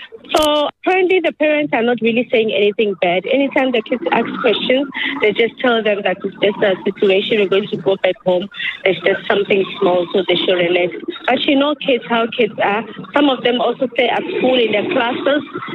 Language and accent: English; South Africa; I Personally, I grew up here in South Africa and I have never had any problems with South Africans here.